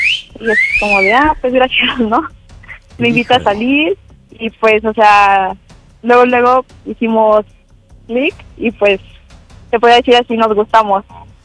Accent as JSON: {"language": "Spanish", "town": "Amecameca", "region": "State of Mexico", "country": "Mexico", "said": "Tengo 20 años, soy de Amecameca, Estado de México."}